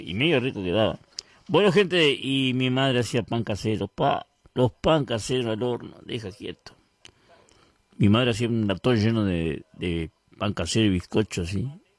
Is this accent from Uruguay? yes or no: yes; Vergara, Treinta y Tres, Uruguay; Un saludo para todos mis pueblos, la gente de mi pueblo, de Vergara